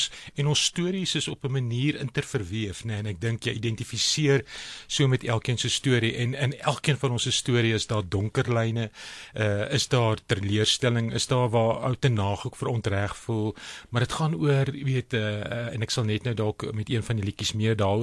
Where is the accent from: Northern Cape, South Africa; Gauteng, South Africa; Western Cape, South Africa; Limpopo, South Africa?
Gauteng, South Africa; Kempton Park; Ek is in Kempton Park. Ek het in Kempton Park groot geword.